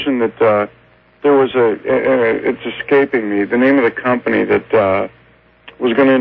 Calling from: Yorba Linda, California, United States; I'm in Yorba Linda, California.

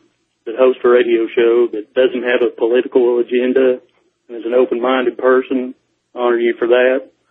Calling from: Arkansas, United States; from Arkansas.

